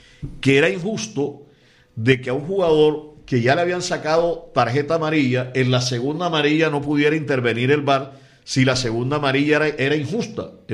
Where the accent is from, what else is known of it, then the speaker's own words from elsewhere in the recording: Barranquilla, Atlántico, Colombia; Y yo estudié en los colegios públicos de Barranquilla. Mi primaria fue en la escuela 34 para varones. Mi bachillerato fue en el INEM Miguel Antonio Caro, allá en la calle 30.